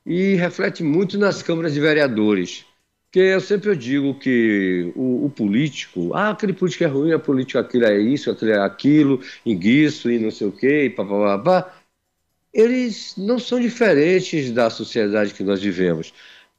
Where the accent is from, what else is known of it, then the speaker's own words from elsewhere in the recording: Brazil; todos nós somos brasileiros